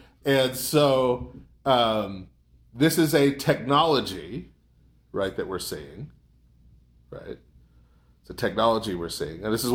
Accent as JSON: {"language": "English", "country": "United States", "tie": "born there", "said": "I'm using we in the I was born in America sense."}